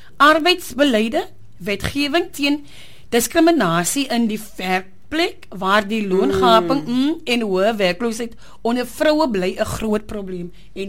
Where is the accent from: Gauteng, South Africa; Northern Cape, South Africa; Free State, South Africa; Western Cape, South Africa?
Western Cape, South Africa; Calitzdorp; ek is van Calusdorp